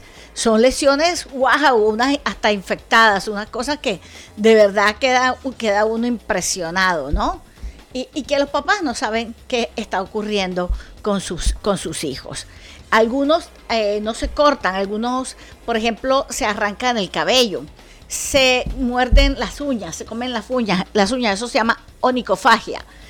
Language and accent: Spanish; Colombia; first language Spanish; Los colombianos somos gente solidaria, somos gente empática y somos personas resilientes.